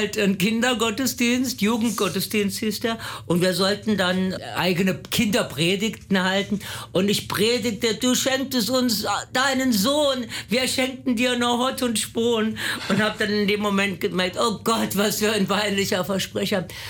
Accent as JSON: {"language": "German", "region": "Baden-Württemberg", "country": "Germany", "tie": "born or raised there", "said": "Ja, ich bin am Heiligen Dreikönigstag geboren. Es war in Baden-Württemberg immer ein Feiertag."}